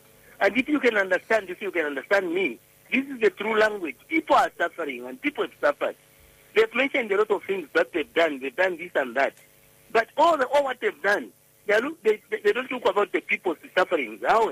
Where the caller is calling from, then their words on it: Kitwe, Copperbelt, Zambia; Yeah, I'm calling from Kitwe.